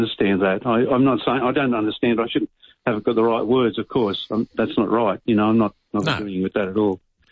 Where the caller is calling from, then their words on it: Canberra, Australian Capital Territory, Australia; I've got just an Aboriginal descent. I'm 3%. I'm from the Canberra area.